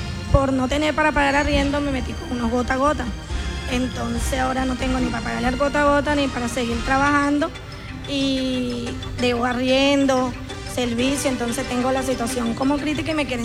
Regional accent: Venezuela; moved away as an adult; Tengo 9 años que me vine de Venezuela. Desde el 2017.

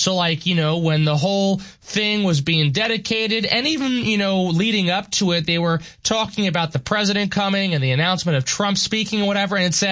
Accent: Long Island, New York, United States; So for me, growing up on Long Island, I personally did not own a car. My parents did.

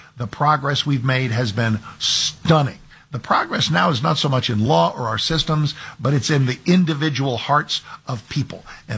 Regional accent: Texas, United States; born there

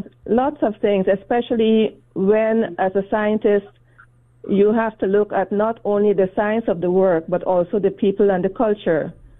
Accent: Georgetown, Guyana; And I grew up in the country area first and then in Georgetown, Guyana. I went to school there for high school years and also for my bachelor's degree.

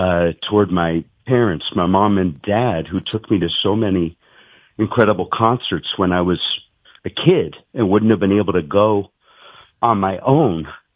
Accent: Boston, Massachusetts, United States; now in New York City, United States; I was born in New York, but then when I was about 4, my family moved to the Boston area.

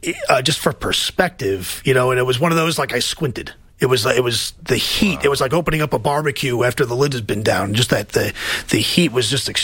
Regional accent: Queens, New York, United States; I'm a New Yorker. I'm from Queens.

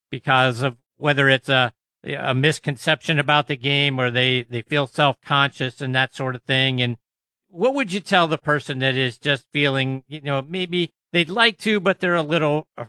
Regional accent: Pittsburgh, Pennsylvania, United States

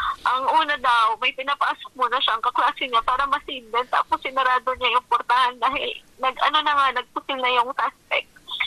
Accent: Central Luzon, Philippines; Kasi tubong Pampanga po talaga kami. Kapampangan po kami, purong Kapampangan. Talaga Pampanga po kami. Dito po kami naghanap buhay

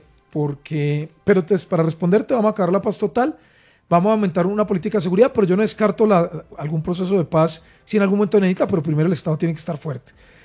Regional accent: Colombia

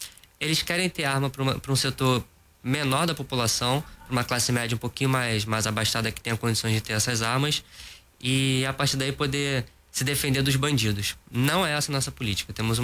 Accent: Brazil; Eu morei minha vida inteira na Zona Oeste

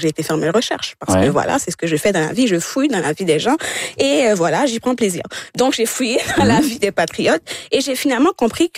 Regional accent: Montreal, Quebec, Canada; born there

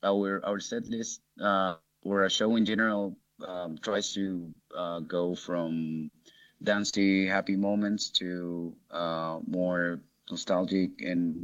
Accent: Chile; now in Australia; I come from Chile

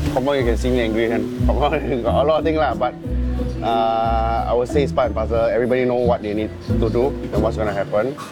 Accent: Singapore; As a Singaporean, you know, when our friends come or overseas or foreigner comes, you always want to show them, hey, I want to show you good food, follow me.

